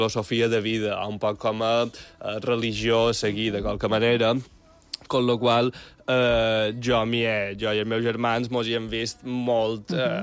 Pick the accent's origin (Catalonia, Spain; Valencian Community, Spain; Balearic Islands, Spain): Balearic Islands, Spain; És a dir, jo som mallorquí, tota la meva família és mallorquina, però per casualitat de sa vida, mon pare i mon mare, que eren un poc hippies